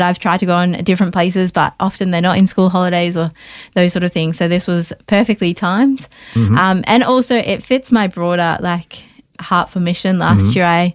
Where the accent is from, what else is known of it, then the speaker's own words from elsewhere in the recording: Australia; Because I'm from Australia.